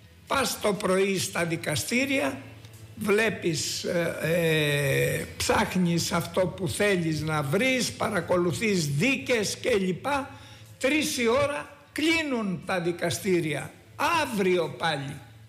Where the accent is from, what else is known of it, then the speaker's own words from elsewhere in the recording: Western Greece, Greece; εγώ είμαι από Ετωλοακαρνανία.